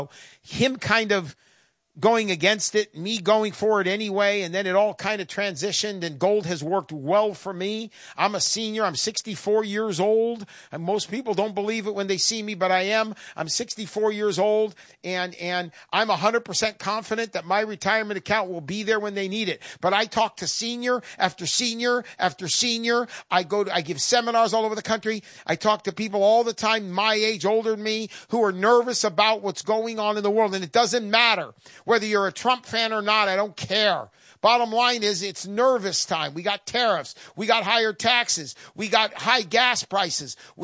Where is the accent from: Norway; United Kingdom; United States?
United States; California; Southern California.